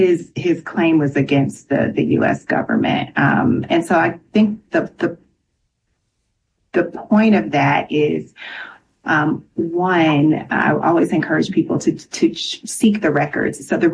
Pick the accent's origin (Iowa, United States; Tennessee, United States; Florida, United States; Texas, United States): Tennessee, United States; Nashville; We are in Nashville. I was raised in Nashville. I have all kinds of relatives that are still there.